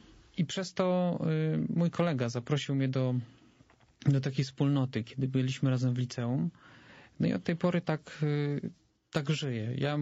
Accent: Warsaw, Masovian Voivodeship, Poland; Ja akurat wychowałem się w bardzo dobrej części Warszawy, nazywa się Międzylesie, więc jest to już takie bardziej spokojniejsze.

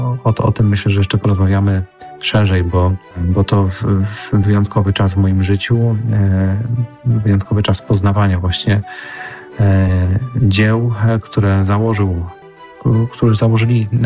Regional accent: Wołomin, Masovian Voivodeship, Poland; Pochodzę z Wołomina, podwarszawskiego Wołomina, z parafii prowadzonej przez księży orionistów.

